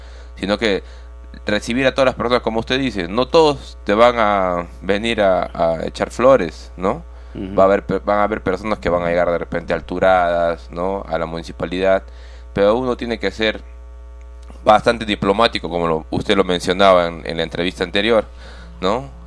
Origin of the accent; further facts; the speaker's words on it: Villa Rica, Pasco, Peru; somos personas de Villarrica, jóvenes, muy responsables, ¿no?, y muy trabajadores